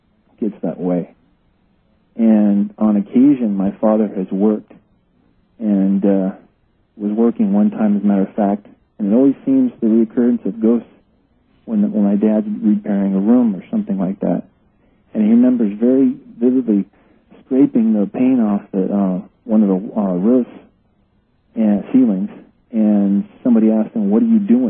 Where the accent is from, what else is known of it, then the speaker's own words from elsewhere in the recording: Kohala, Hawaii, United States; I live here in Plantation, old defunct Plantation town in Hawaii. And I live with my parents here, just moved back, and was raised basically here in a home that's over a century old.